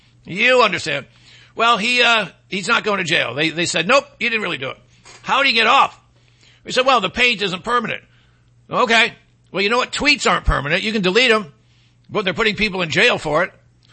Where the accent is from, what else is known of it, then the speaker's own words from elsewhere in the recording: Michigan, United States; my home state, which is also the great state of Michigan.